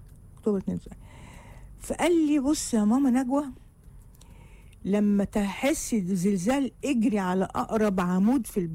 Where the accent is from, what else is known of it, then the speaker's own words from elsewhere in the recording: Egypt; طيب السياح بقى اللي بيجوا عندنا في مصر